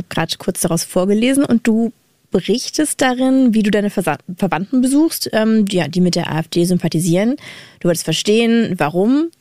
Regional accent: Saxony-Anhalt, Germany

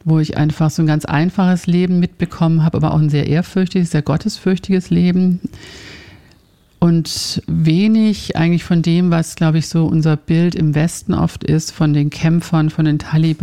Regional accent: Finland; Also ich komme ja ursprünglich aus Finnland.

